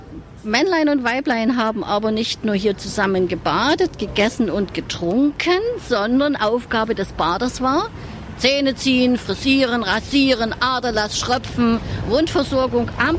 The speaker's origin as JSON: {"language": "German", "town": "Meißen", "region": "Saxony", "country": "Germany", "tie": "born or raised there", "said": "Ich freue mich, dass wir bei diesem fast strahlend blauen Himmel meiner Heimatstadt jetzt kennenlernen werden. Ich bin hier geboren und ich lebe sehr gerne hier."}